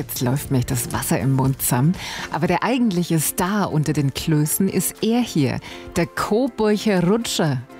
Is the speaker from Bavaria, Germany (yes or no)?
yes; Bavaria, Germany; Für mich als Fränkin